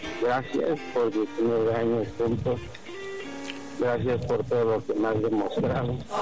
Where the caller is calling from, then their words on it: Mexico City, Mexico; De aquí, de la Ciudad de México.